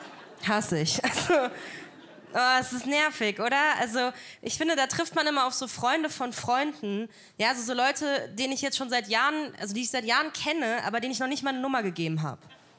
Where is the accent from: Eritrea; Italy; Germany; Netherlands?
Germany; Berlin; ich komme aus Berlin, ja?